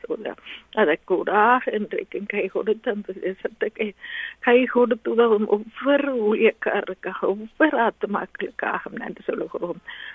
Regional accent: Sri Lanka; moved away; நாங்கள் பிறந்து வளர்ந்த தேசமாகிய இலங்கை அந்த சிறிய தீவுக்காக

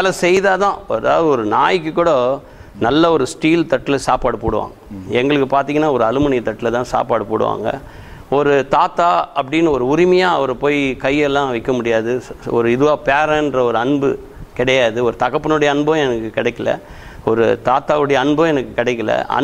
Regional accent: Chennai, Tamil Nadu, India; பிறந்து வளர்ந்தது எல்லாமே மயிலாப்பூர் ஆல் இண்டியா பேக் சைடில் கார்னீஸ்வரர் கோவில் சீட் நம்பர் 40, அங்கே தான் நான் பிறந்து வளர்ந்தது எல்லாமே.

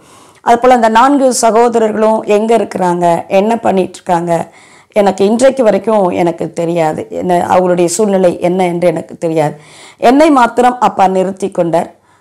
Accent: Tamil Nadu, India

